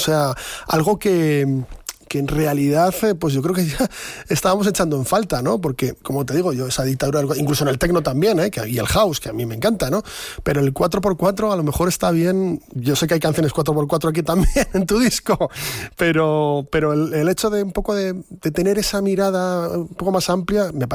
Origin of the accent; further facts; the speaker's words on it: Buenos Aires, Argentina; born there; debe estar ya cansada de escucharme decir que soy pseudo argentino y tal, pero lo cierto es que nací en Buenos Aires y la chacarera como buen ritmo rioplatense, pues también me llega